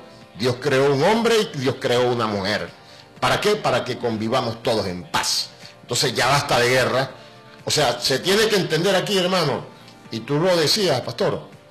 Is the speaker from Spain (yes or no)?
no; Venezuela; todos somos venezolanos